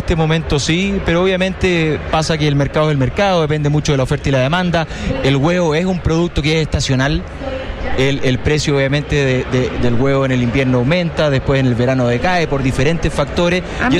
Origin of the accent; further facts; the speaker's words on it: Chile; yo creo que es importante en avanzar una mejor regulación de lo que nosotros hacemos como chilenos